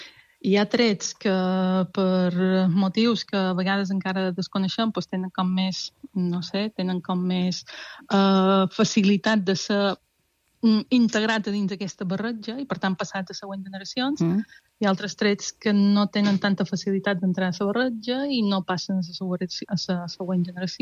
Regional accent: Balearic Islands, Spain; jo veia gent i pensava, som mallorquins.

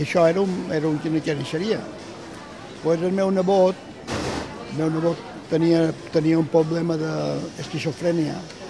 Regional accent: Palma, Balearic Islands, Spain; Jo vaig néixer en el Matadero. M'entén, ma mare pelava peus i jo em fotien a dins un mericanota i me tiraven un racó. Això és així. Quan vaig començar a caminar, ma mare pelava peus i jo estava a 50 metres de la nave dels xots, de l'escorxó de Palma.

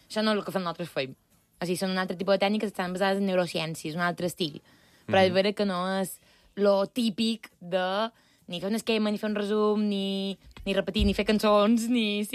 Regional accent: Balearic Islands, Spain; I li vaig dir, tu d'on ets? Em diu, de Mallorca. Jo també?

